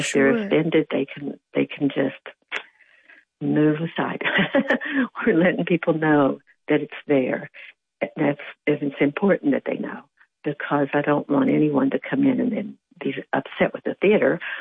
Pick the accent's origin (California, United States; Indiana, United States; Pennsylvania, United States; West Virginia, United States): West Virginia, United States; I grew up in West Virginia.